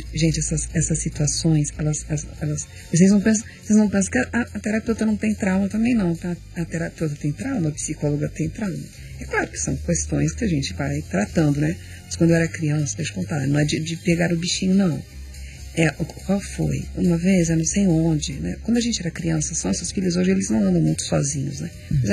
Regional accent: South Region, Brazil; eu sou sulista

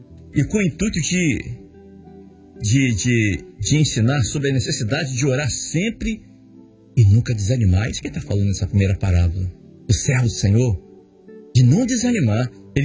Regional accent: Brazil; Mas somos brasileiros, na verdade

